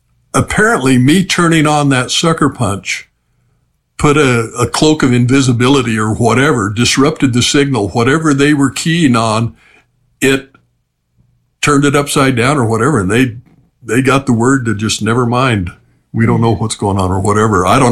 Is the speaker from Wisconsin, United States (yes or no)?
no; Arizona, United States; But I was back in my hometown in eastern Arizona.